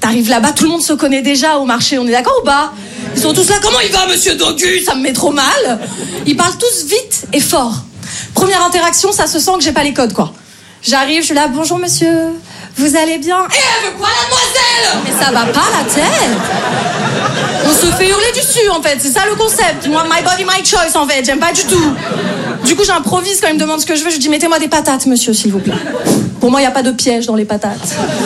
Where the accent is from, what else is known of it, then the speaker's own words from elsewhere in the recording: Paris, Île-de-France, France; Moi je viens de Paris.